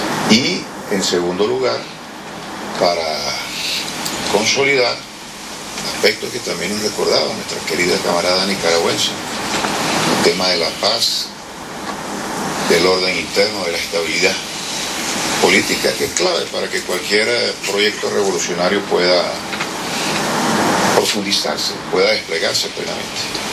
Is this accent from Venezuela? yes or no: yes; Venezuela; en la defensa de nuestra patria y de nuestro presidente Nicolás Maduro